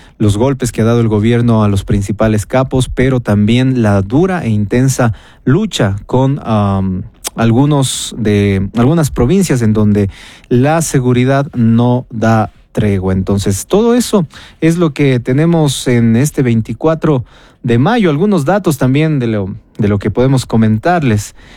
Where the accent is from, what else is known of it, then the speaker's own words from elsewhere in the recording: Cuenca, Azuay, Ecuador; se nos viene a la memoria como cuencanos. También esto nos llena de orgullo, pero principalmente como ecuatorianos.